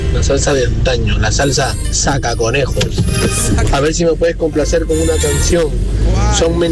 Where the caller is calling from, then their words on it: Barcelona, Catalonia, Spain; Te saluda … desde Barcelona, España.